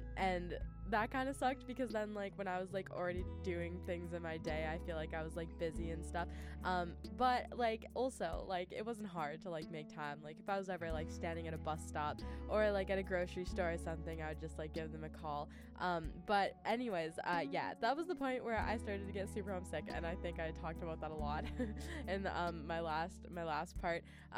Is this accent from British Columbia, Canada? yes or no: yes; Prince George, British Columbia, Canada; like even just in my hometown, like here in Prince George